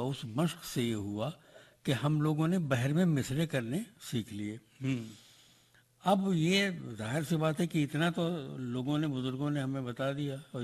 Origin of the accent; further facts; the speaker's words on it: Balrampur, Uttar Pradesh, India; born there; میں بلرام پور میں پیدا ہوا